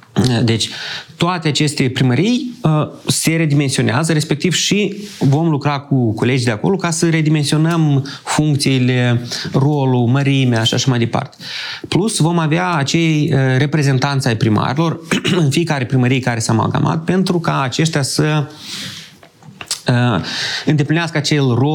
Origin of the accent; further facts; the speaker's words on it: Ratuș, Moldova; eu locuiesc în satul în care m-am născut și tot timpul când mă prezint și ceva, dar de unde ești, spun din Ratuș, Ratuș Târșelceni.